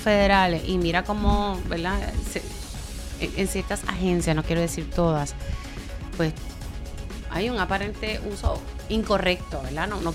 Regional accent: Utuado, Puerto Rico; Yo soy de Utuado al lado de Lares, del barrio Ángeles. O sea, a mí me queda más cerca llegar al pueblo de Lares que a Utuado Pueblo.

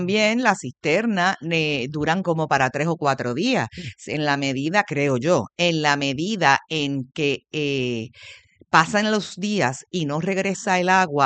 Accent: San Juan, Puerto Rico; also born or lived in Mayagüez, Puerto Rico; Yo nací en Mayagüez, Puerto Rico, en el Cerro Las Mesas. Pero yo desde pequeña, a los 2 años, me trajeron a vivir a San Juan. Y toda mi vida la he hecho aquí en San Juan.

